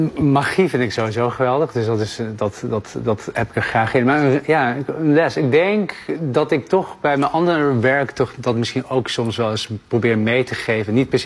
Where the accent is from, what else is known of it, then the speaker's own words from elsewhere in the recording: Netherlands; ik denk vooral toen ik in Nederland hier opgroeide. Ja, ik ben hier geboren en hier naar school ging.